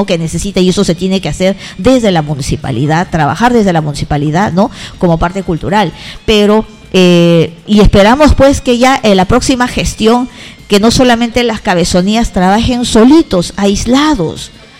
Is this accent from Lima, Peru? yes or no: no; Sisa, San Martín, Peru; yo crecí acá en Sisa